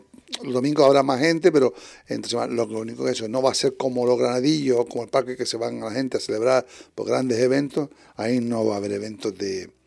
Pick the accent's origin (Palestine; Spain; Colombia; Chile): Spain; Canary Islands; Bueno, al ser canario